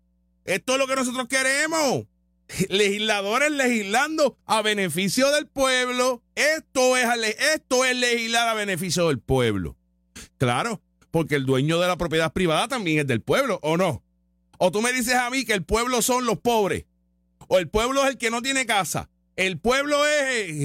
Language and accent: Spanish; Puerto Rico; Yo como puertorriqueño, ¿cómo me vas a quitar en la motivación de trabajar?